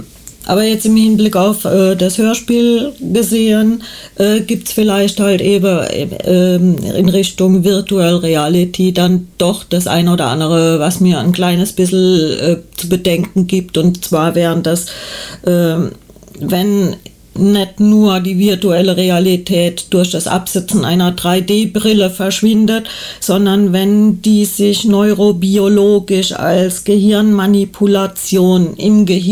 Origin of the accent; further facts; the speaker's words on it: Hesse, Germany; born there; moved away; ich stamme ja aus Hessen gebürtig.